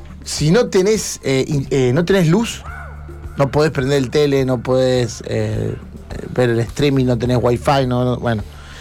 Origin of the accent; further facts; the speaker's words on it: Santa Fe, Argentina; Me crié allá en Barrio Sinar. En la casa de mis abuelos